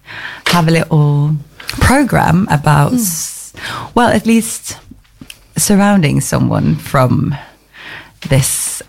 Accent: Oslo, Norway; But first, hello … from Oslo. Usually I'm on Radio Oracle FM 99.3 in Oslo

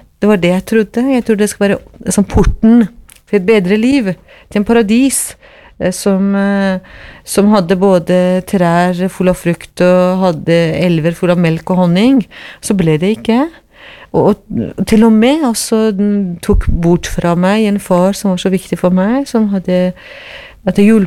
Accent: Tehran, Tehran Province, Iran; Norwegian is a second language; moved away as an adult; now in Norway; Ja, jeg hadde utdannelse bak meg da jeg kom fra Teheran. Jeg var ferdig med artium og hadde første året på...

